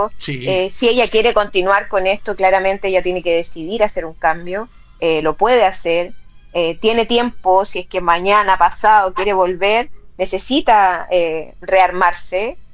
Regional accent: Chile; No, y además que no, si nosotros necesitábamos como chilenos que salieran, chao.

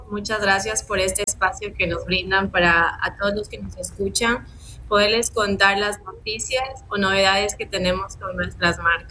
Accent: Ecuador

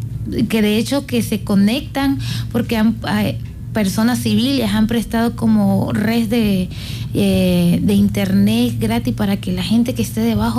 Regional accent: Anzoátegui, Venezuela; Nosotros somos de Anzoátegui y pues la capital está 6 horas de allá

